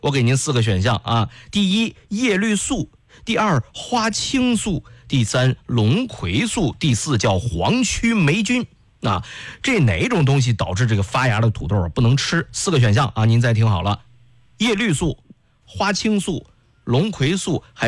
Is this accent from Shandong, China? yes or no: yes; Shandong, China; moved away; 平常我们老家啊，是山东啊